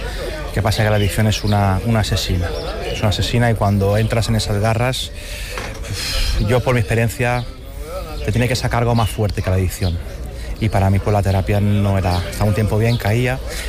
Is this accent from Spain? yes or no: yes; Balearic Islands, Spain; Yo soy de Mallorca